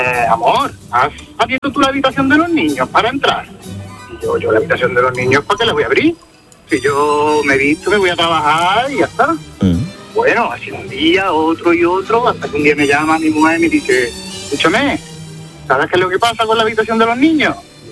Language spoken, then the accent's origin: Spanish; Moriles, Andalusia, Spain; now in Palma de Mallorca, Spain; Soy de Córdoba, soy de un pueblecito de Córdoba.